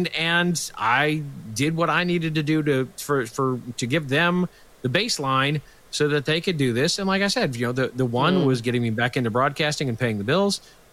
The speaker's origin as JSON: {"language": "English", "region": "Nebraska", "country": "United States", "said": "I'm from Nebraska."}